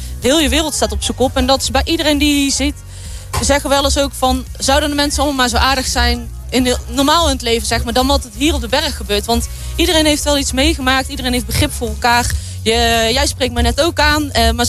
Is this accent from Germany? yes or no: no; Prinsenbeek, North Brabant, Netherlands; Want je zit allemaal uit hetzelfde dorp. We komen uit Prinsenbeek.